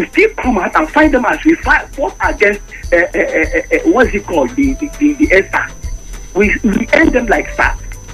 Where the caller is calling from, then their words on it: Nigeria; I'm calling from Nigeria.